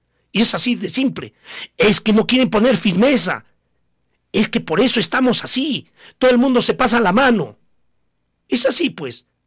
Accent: Coracora, Ayacucho, Peru

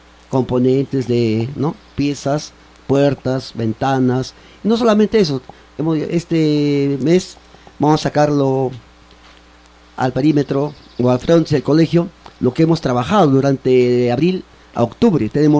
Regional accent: San Ramón, Junín, Peru; born there; Soy de San Ramón, nacido en San Ramón, Chachamayo.

